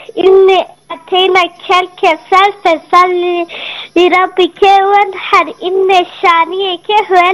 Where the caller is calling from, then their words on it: Diyarbakır Province, Turkey; Çaklak Köyü'nden.